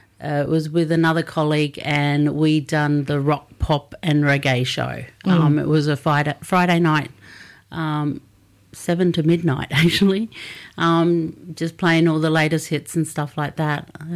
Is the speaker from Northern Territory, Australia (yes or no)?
yes; Tennant Creek, Northern Territory, Australia; Yeah, so I grew up in Tennant Creek, Jungaragu, and I was sent here for school. Came here for school.